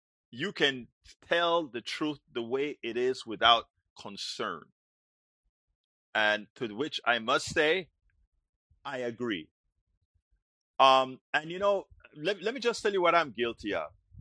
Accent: Panama; now in United States; I came from Panama. I revere what the United States has attained in and above what has happened in this country.

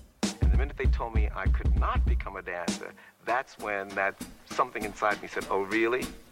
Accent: New York, United States; I was raised in Harlem.

